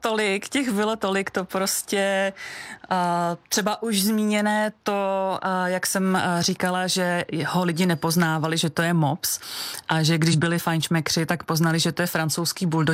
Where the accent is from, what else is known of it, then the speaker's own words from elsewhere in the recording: Prague, Czechia; Já jsem byla Pražák. Já jsem opravdu jako kačka ze sídliště, z paneláku a bydleli jsme hned naproti škole, takže na Lehovci.